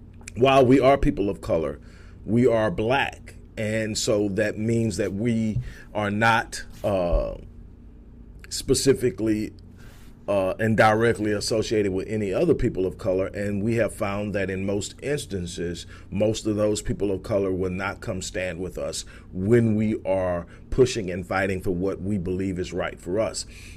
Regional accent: United States; we define ourselves as blacks or as African American, or clearly define ourselves as those who are the descendants of slaves in this country

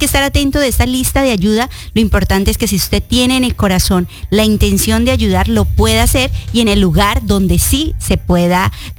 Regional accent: Colombia; now in South Florida, United States; saben que nosotros somos colombianos

